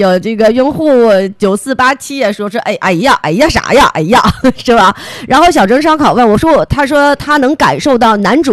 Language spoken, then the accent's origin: Chinese; Northeast China, China; accent: Dongbei (Northeastern); 他们说我就觉得你这么说东北话老好听了